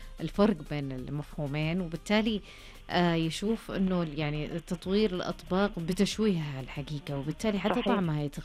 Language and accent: Arabic; Saudi Arabia